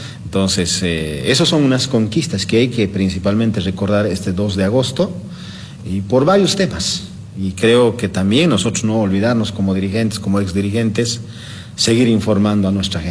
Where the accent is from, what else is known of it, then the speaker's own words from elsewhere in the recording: Antonio Quijarro Province, Potosí, Bolivia; yo vengo de Potosí también, de la provincia de Quijarro. Sí, Potosí. Entonces, ahí también tenemos terrenitos pequeños, claro, ¿no? Son de mis abuelos, mis padres heredaron